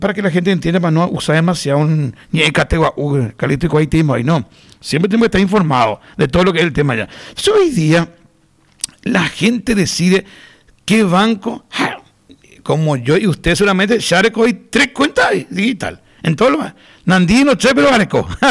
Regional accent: Paraguay

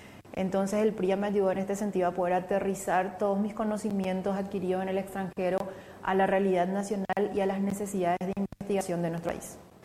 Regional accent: Paraguay; also born or lived in France

